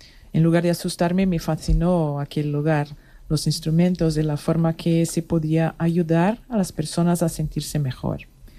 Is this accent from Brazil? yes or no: yes; Brazil; Spanish is a second language; now in Spain; soy brasileña y soy odontóloga. Estoy en proceso de homologación de mi título en España